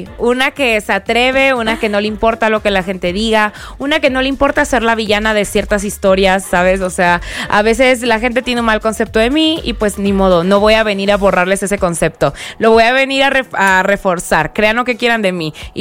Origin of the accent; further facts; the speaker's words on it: Veracruz, Mexico; a pesar que soy de Veracruz